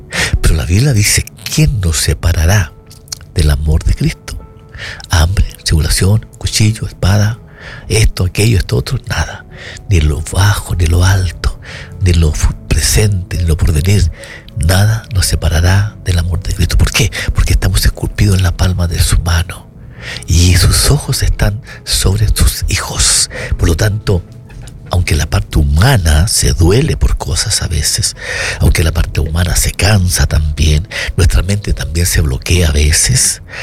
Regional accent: Chile; como decimos en Chile.

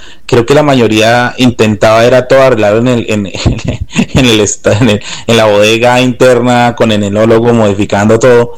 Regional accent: Colombia; nosotros somos colombianos, yo como que les hacía caras a los profesores, yo, ah, no sé, señor, a mí eso no es que me, esto, y más que yo crecí también en finca cafetera

